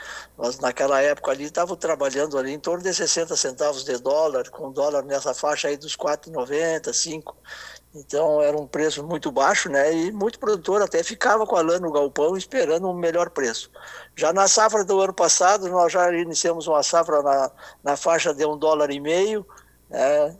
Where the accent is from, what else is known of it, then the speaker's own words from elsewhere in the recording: Bagé, Rio Grande do Sul, Brazil; born there; now in São Gabriel, Brazil; principalmente a cidade de Bagé, aí, que é a minha cidade, né, a cidade onde eu nasci.